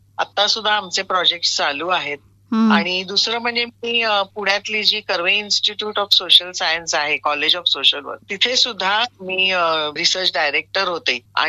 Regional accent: Mumbai, Maharashtra, India; माझा जन्म मुंबईचा आहे. मी मूळची मुंबईची, अगदी गिरगावातला माझा जन्म.

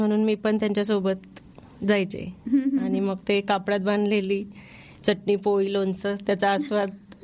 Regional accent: Chahardi, Maharashtra, India; माझे बालपण चोपड्या तालुक्यातील चहाडी या गावात झाले।

